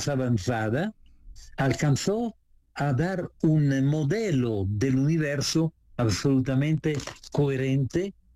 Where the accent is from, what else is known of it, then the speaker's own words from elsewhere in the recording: Italy; Spanish is a second language; moved away; yo soy italiano